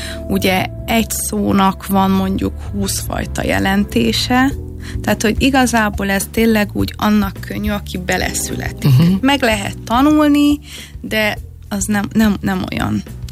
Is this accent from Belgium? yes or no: yes; Brussels, Brussels-Capital Region, Belgium; first language Hungarian and French; moved away as an adult; now in Hungary; másfél hónapos korom óta én ugye kint éltem Brüsszelben, én ott jártam óvodába, iskolába, főiskolára, tehát minden kint volt. És aztán 25 évesen, 24-25 évesen hazaköltöztem.